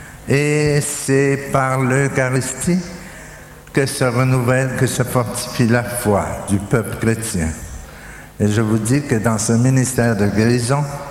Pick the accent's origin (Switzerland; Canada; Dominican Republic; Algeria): Dominican Republic